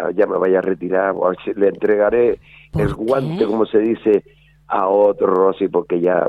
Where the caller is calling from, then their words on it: Las Palmas de Gran Canaria, Canary Islands, Spain; Porque yo vivo en Los Giles